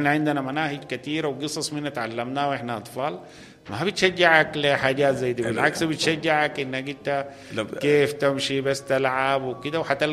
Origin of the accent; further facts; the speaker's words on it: Sudan; راحة لنا كلنا كسودانيين